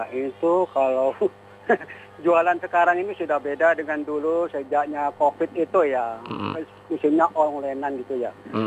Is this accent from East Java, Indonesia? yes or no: yes; Galis, East Java, Indonesia; Ini saya aslinya Galis, Bangkalan. Ya, Madura dong.